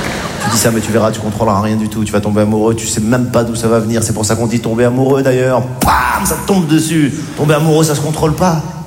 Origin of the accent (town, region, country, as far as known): Morocco; born there